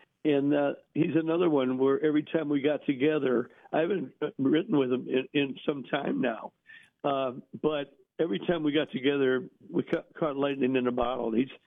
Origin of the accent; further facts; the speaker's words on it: Berwyn, Illinois, United States; I'm from Berwyn. I have Berwyn roots, which means, you know, a Berwyn bungalow. We weren't poor, but we were very thrifty growing up.